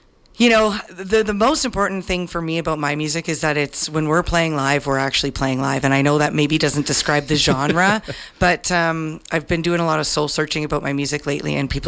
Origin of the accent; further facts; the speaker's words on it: Milverton, Ontario, Canada; moved away as an adult; also born or lived in Stratford; now in Harrington, Canada; I'm from Milverton. My husband and I lived in Stratford for a little while, moved out to Harrington, but Milverton is my home.